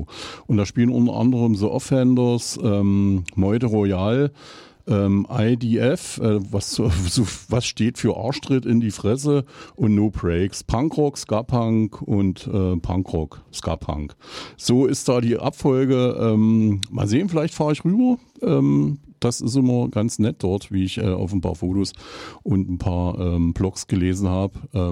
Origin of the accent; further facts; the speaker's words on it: Eisenach, Thuringia, Germany; ich komme aus Eisenach